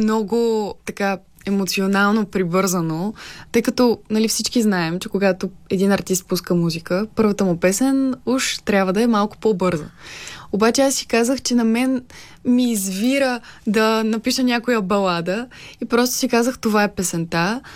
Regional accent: Petrich, Blagoevgrad Province, Bulgaria; moved away; Още даже от мъничка, като живях в родния ми град Петрич

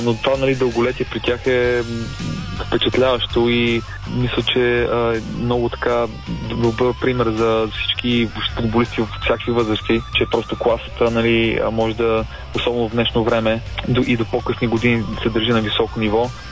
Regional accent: Plovdiv, Plovdiv Province, Bulgaria; moved away; все пак израснах като фен на Левски, като дете, въпреки че съм от Пловдив.

